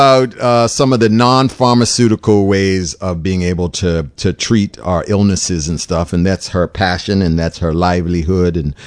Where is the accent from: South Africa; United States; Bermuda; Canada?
Bermuda; St. George's; I'm from St. George's.